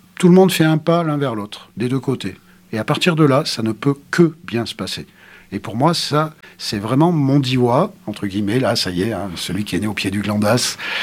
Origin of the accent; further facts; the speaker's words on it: Die, Auvergne-Rhône-Alpes, France; moved away; je suis un entre-deux. Je suis un autochtone, je suis né à Die, mais j'en suis parti, je suis revenu par choix.